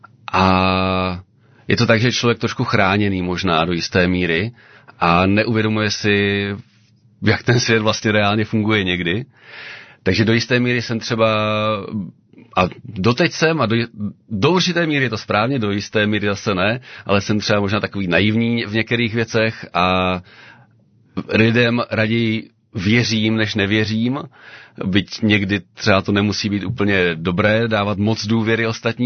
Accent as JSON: {"language": "Czech", "town": "Zábřeh", "region": "Olomouc Region", "country": "Czechia", "said": "Pocházím ze Zábřeha, respektive z Rudy, což je vesnice kousek od Zábřeha."}